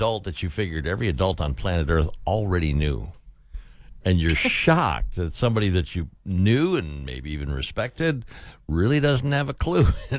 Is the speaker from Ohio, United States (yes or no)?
yes; Cleveland, Ohio, United States; born there; I was born in Cleveland, Ohio.